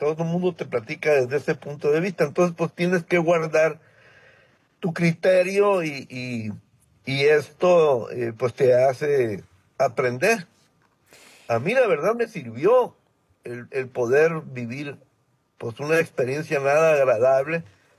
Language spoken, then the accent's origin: Spanish; Ensenada, Baja California, Mexico; Bueno, soy de Ensenada, aquí es Puerto